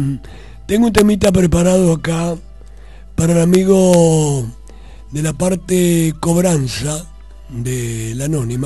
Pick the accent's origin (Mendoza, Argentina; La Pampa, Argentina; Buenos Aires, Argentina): Buenos Aires, Argentina; Piedritas; moved away; a uno que ha vivido en otro pueblo, como es el caso mío, que viví mi infancia en Piedritas